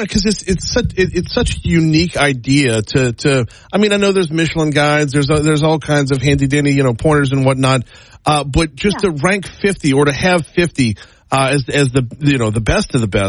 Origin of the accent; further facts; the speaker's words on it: Louisiana, United States; I'm being from South Louisiana, I feel like it's an obvious question.